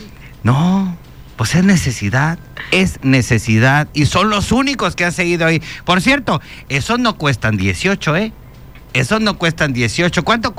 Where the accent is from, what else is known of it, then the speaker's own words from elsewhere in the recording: Mexico; así somos incluso los mexicanos